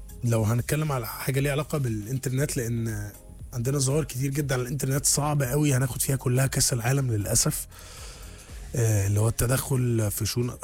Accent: Egypt; احنا بنتكلم علينا كمصريين

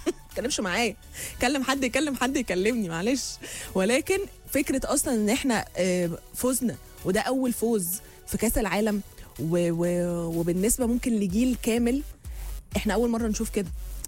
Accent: Egypt; على فكرة احنا مصريين. في الفخر ده اللي عندنا، اللي هو احنا مصريين،

